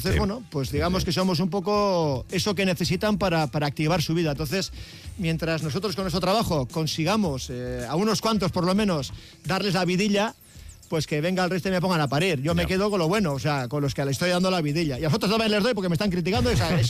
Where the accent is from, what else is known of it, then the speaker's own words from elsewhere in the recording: Lesaka, Navarre, Spain; born there; first language Basque; Spanish is a second language; also born or lived in United States; yo soy de Lesaca, allí es el francés, allí vivimos en la Muga, yo francés también hablo